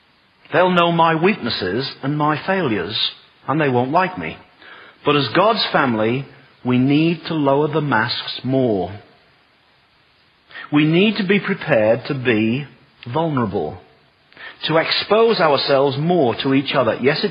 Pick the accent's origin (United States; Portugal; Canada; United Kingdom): United Kingdom; I'm typical British.